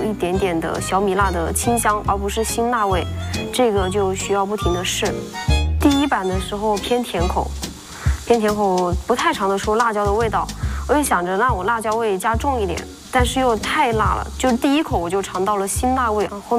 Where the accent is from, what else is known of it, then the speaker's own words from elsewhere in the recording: Shaodong, Hunan, China; 湖南邵阳邵东人。因为我本身是湖南人，而且呢我们湖南人就爱吃辣嘛